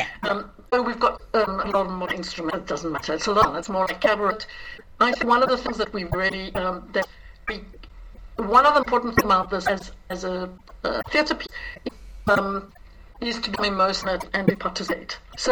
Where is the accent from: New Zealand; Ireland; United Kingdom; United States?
Ireland; Dublin, Leinster; I'm also. I'm Southern Irish.